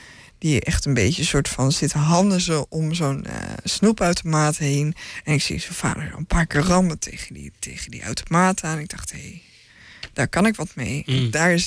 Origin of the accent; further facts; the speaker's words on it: Almere, Flevoland, Netherlands; want ik kom uit Almere